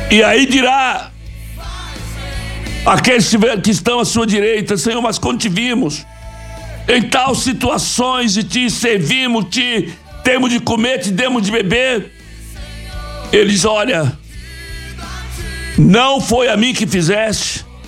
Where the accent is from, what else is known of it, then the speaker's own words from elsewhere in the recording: Bahia, Brazil; Eu sou baiano, sou do sertão da Bahia